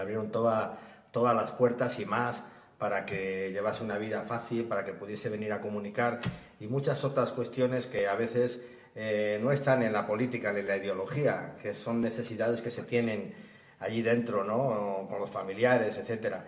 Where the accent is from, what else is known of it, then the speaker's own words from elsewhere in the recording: León, Castile and León, Spain; yo soy de León, nací en León y tengo mis recuerdos en León